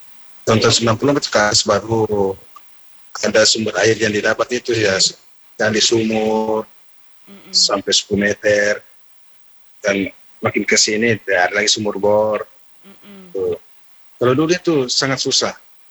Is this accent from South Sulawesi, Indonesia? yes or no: yes; South Sulawesi, Indonesia; moved away; Saya di Bone Utara saya.